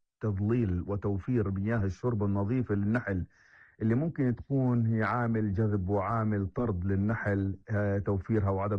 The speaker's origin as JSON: {"language": "Arabic", "country": "Palestine", "said": "عندنا في فلسطين"}